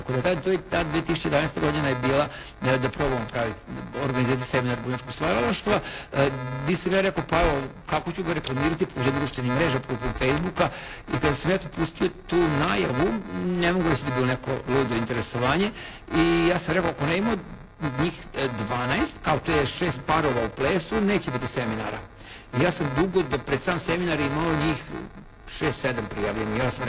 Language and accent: Croatian; Vojvodina, Serbia; ja sam iz Vojvodine, Sarota Vanko kod Subotice